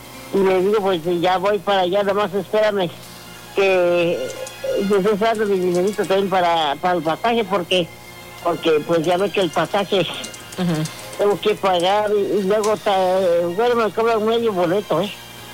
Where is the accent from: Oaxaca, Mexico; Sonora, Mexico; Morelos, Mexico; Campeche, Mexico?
Oaxaca, Mexico; born there; moved away; Ya el miércoles ya me voy para mi tierra. Ah, sí, ¿a dónde vas, corazón? A Oaxaca.